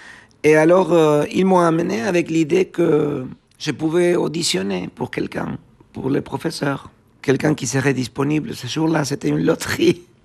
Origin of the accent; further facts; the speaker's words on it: San Pedro, Buenos Aires Province, Argentina; moved away; Dans ma ville natale